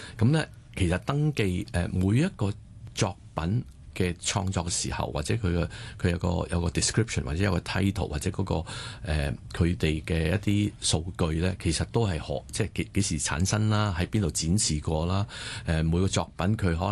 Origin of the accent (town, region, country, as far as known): Hong Kong